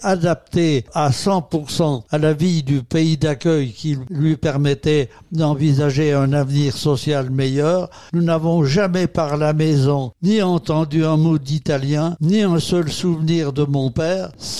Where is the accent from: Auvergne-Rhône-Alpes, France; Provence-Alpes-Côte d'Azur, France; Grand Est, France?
Grand Est, France; Xivray-et-Marvoisin; born there; Je suis né à Xivray-Marvoisin, petit village dans la plaine de la Wavre, comme on dit, à une quinzaine de kilomètres de Commercy, d'une mère meusienne et d'un père immigré italien.